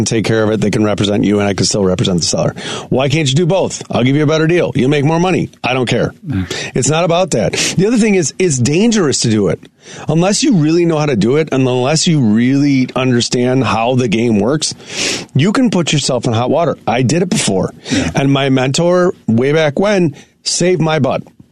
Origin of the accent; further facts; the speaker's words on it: Wilmette, Illinois, United States; I'm like, I'm from Wilmette.